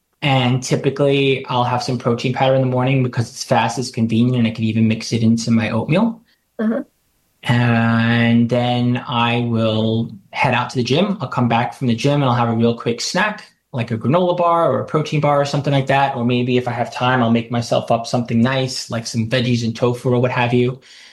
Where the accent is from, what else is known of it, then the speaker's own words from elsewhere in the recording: New York, United States; it's the difference between thinking as a New Yorker that socioeconomically I need to sleep 5 hours a day